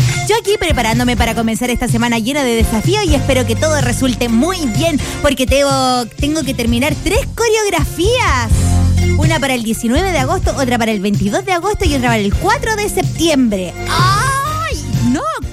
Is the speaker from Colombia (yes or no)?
no; Dominican Republic; Cuídense mucho y soy de la RD.